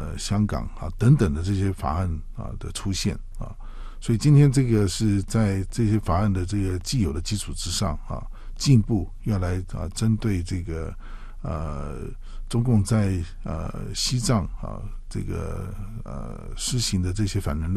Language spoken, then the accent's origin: Chinese; Taiwan; 甚至包括我们台湾人啊